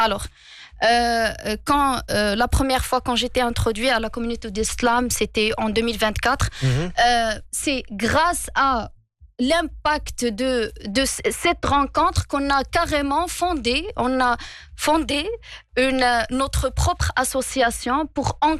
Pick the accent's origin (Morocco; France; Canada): Morocco; Fez, Fès-Meknès; je suis marocaine. Mm-hmm. Je suis issue d'une famille modeste, très modeste. J'ai grandi dans un quartier populaire d'une dinar qdima à Fès.